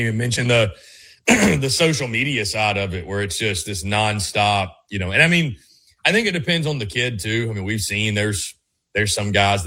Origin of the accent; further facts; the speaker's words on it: South Carolina, United States; now in Nashville, United States; I grew up in South Carolina, man. I was 2 hours from a beach.